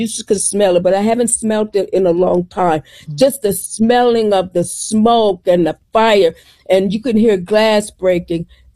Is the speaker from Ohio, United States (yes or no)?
yes; Dayton, Ohio, United States; Dayton, Ohio.